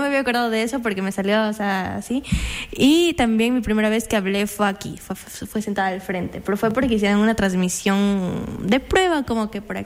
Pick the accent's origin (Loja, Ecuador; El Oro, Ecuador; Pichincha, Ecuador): Loja, Ecuador; moved away; Yo soy de Loja.